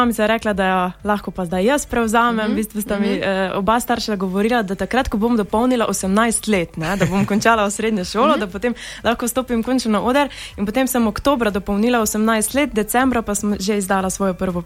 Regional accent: Prekmurje, Slovenia; jaz sem Prekmurka

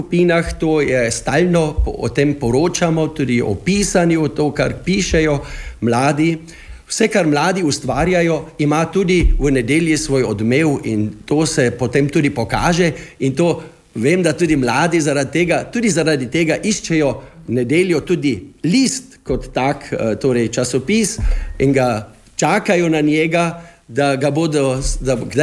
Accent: Carinthia, Austria; Jaz mislim, da je mi kot koroški Slovenci živimo veliko v kulturi

